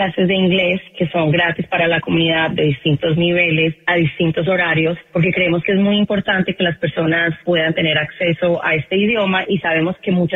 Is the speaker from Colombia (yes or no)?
yes; Colombia; now in United States; soy colombiana, los colombianos seguimos siendo ciudadanos colombianos, así nos hagamos ciudadanos estadounidenses.